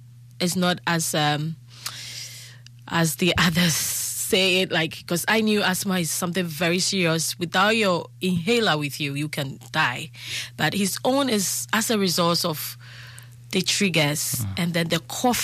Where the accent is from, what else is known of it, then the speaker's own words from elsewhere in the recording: Ghana; local food, because me being a Ghanaian, definitely we like the okra soup.